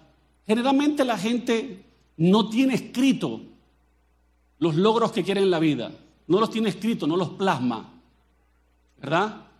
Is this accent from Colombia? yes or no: yes; Colombia; accent: Colombian; pero yo no soy chapín, ni soy charrasqueado, ni soy salvadoreño, soy colombiano, hablo como colombiano.